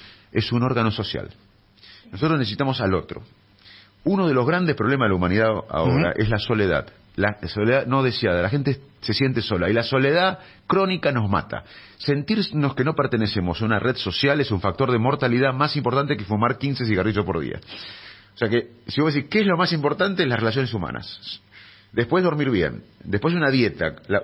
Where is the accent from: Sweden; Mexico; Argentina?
Argentina; Salto, Buenos Aires Province; Yo vengo, le contaba a ella que venía de mi pueblo de Salto